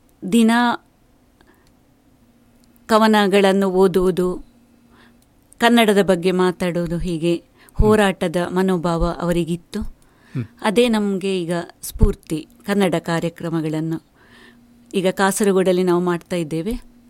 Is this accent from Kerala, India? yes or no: yes; Kasaragod, Kerala, India; Nellikatte, ಚೂರಿಪಳದ.